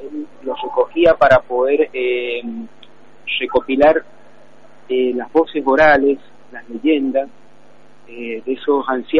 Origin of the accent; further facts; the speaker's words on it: San Martín, Argentina; vengo de San Martín precisamente